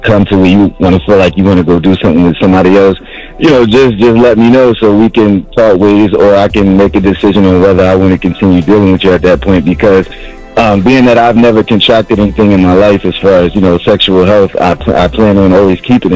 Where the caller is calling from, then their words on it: Hempstead, New York, United States; I'm calling from Hempstead.